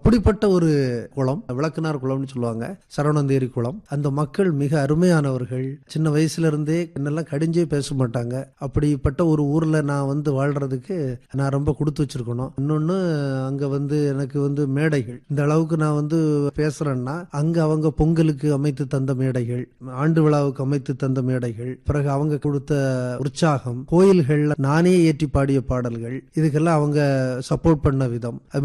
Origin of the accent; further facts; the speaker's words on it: Tamil Nadu, India; அதுதான் எங்க ஊர், எங்க அம்மா பிறந்த ஊர், நான் பிறந்த ஊரும் அந்த ஊர் தான் என்ன தாலாட்டி வளர்த்துச்சுன்னு சொல்லணும். அந்த மண்ணு வந்து ரொம்ப சிறந்த மண்ணு, தேரின்ங்கிறது பாலை நிலம் தான்